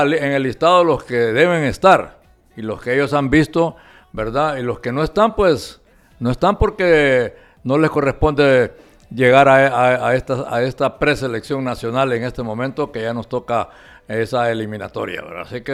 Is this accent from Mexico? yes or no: no; Honduras